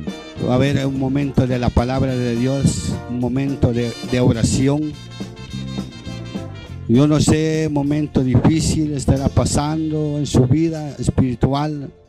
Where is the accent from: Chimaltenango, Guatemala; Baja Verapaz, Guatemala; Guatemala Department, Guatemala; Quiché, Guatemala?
Chimaltenango, Guatemala; San José Poaquil; venimos de San José Poaquil, departamento de Chimaltenango.